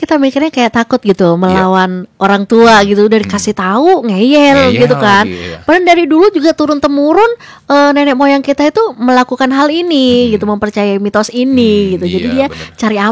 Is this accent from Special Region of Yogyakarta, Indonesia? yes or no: no; Surabaya, East Java, Indonesia; aku juga dari kota Surabaya ya